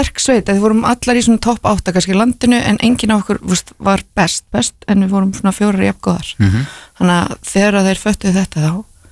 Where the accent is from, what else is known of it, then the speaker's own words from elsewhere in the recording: Grímsnes, Southern Region, Iceland; Jú, ég er úr Grímsnesinu, ég kefti fyrir HSK.